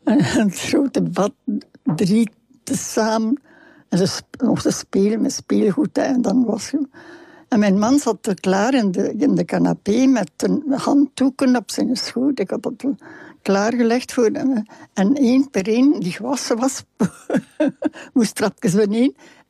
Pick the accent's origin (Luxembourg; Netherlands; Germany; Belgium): Belgium; Flanders; Ja, maar ik ben een Vlaming.